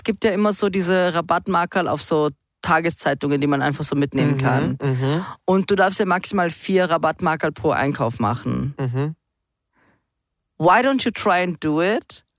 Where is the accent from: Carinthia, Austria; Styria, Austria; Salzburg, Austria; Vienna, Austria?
Carinthia, Austria; wir haben Werwolf um ein Lagerfeuer gespielt bei uns in Kärnten.